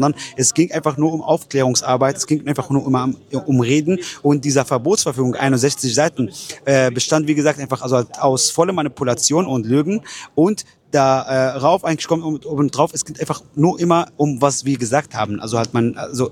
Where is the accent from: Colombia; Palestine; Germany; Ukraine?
Palestine; weil die Palästinenser, beziehungsweise ich auch als Palästinenser, haben das Recht eigentlich auf Rückkehr nach Palästina.